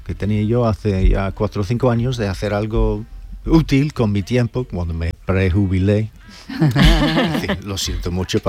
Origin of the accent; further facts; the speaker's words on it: Liverpool, North West England, United Kingdom; Spanish is a second language; Yo soy de Inglaterra, de Liverpool.